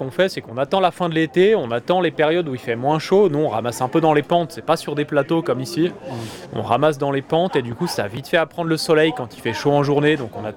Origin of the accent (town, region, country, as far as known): Auvergne-Rhône-Alpes, France